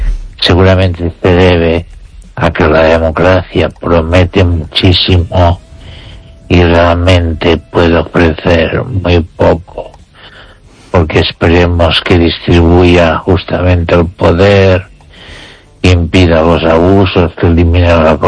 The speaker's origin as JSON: {"language": "Spanish", "country": "Spain"}